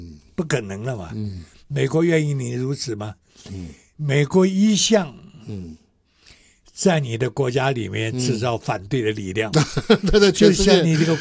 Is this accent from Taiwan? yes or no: yes; Taiwan; 你看我们台湾人很多对日本人很崇拜。